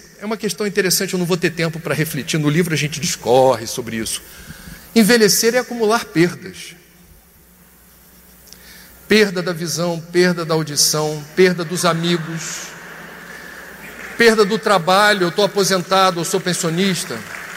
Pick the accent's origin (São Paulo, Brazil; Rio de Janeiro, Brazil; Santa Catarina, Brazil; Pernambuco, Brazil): Rio de Janeiro, Brazil